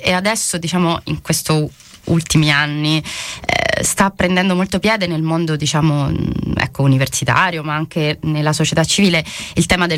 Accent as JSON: {"language": "Italian", "town": "Rome", "region": "Lazio", "country": "Italy", "said": "Io sono di Roma."}